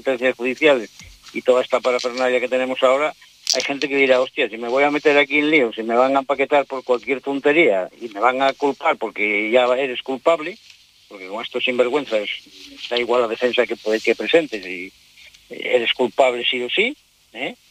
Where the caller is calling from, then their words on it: Castile and León, Spain; Yo vivo en Castilla y León, en agosto me jubilo.